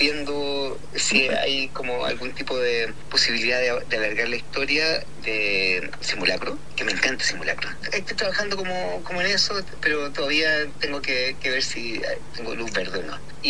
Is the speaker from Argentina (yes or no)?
no; Chile; como chileno y latinoamericano